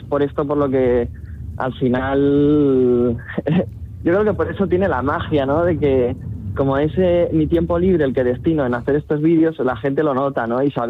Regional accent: Ciudad Real, Castilla-La Mancha, Spain; de donde soy yo, que es aquí en Ciudad Real

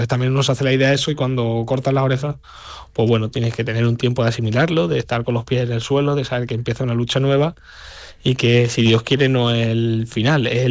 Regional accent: Cáceres, Extremadura, Spain

